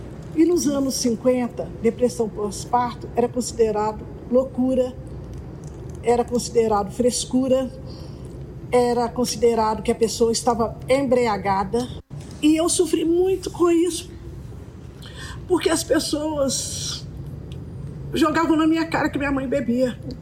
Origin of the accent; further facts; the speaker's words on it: Belo Horizonte, Minas Gerais, Brazil; born there; Nasci em BH. Apesar de minha mãe ter vindo de Divinópolis.